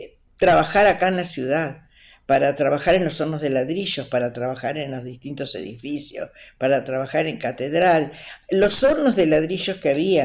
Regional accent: Uruguay; now in La Plata, Argentina; Soy uruguaya, hace muchos años que estoy viviendo acá en Argentina y bueno, lo considero mi país. Yo me vine muy jovencita a vivir donde, en Gonet, hoy estoy viviendo en la misma ciudad de La Plata.

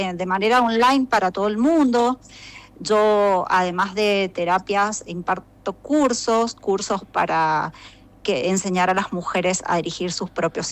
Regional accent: Mendoza, Argentina; moved away as an adult; now in Mexico; por ahora estoy en México, desde el 2019 estoy en México, sí. Pero yo soy mendocina, mi origen es argentino. Entonces, bueno, nos vinimos aquí con mi familia a vivir, a trabajar

